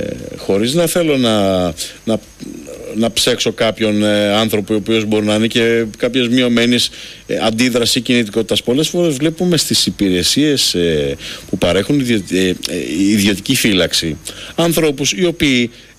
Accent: Crete, Greece; Και εγώ είμαι κριτικός και πολλές φορές έτσι μου κάνουν έτσι απαξιωτικά σχόλια για το νησί μου.

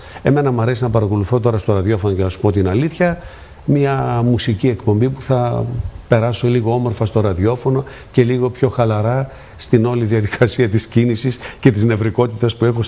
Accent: Drama, Eastern Macedonia and Thrace, Greece; moved away; όταν ήμουνα στην πατρίδα μου τη Δράμα

